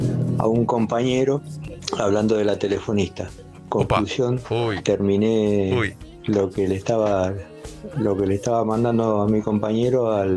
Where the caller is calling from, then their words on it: Lomas de Zamora, Buenos Aires Province, Argentina; de Loma de Zamora.